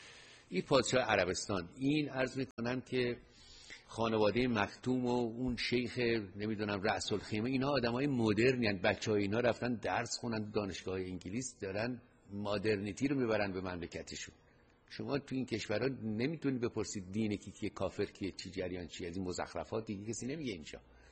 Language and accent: Persian; Iran; کفار، کفار مجوس، ما ایرانی هستیم.